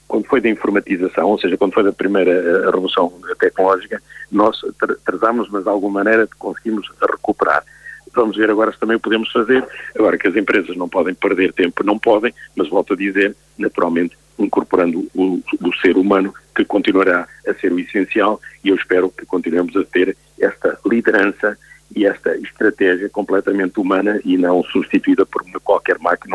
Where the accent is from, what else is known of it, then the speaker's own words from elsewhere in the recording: Portugal; nós em Portugal normalmente adotamos